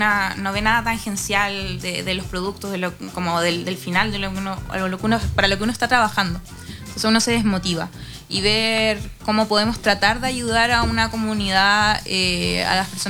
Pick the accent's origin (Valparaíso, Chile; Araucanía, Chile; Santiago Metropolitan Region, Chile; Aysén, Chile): Araucanía, Chile; Temuco; Yo soy de acá, de la región, yo soy de Temuco